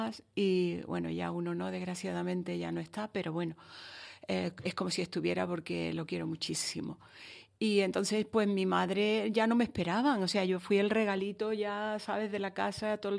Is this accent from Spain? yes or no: yes; El Puerto de Santa María, Andalusia, Spain; moved away; Estas son mis raíces, esta es mi tierra. Además, acabo de pasar casi delante de la puerta de mi casa, de la Plaza de Peral, donde me crié de pequeña.